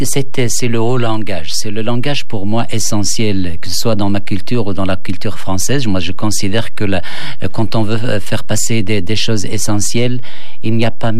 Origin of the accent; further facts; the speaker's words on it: Atlas, Morocco; first language Berber; French is a second language; je suis berbère de l'Atlas. Et quand je suis entré à l'école, je ne parlais ni arabe ni français. C'était donc pour moi deux langues étrangères. Mais je me suis mis donc assez tôt à les apprendre. Maintenant, elles sont plus des langues étrangères pour moi.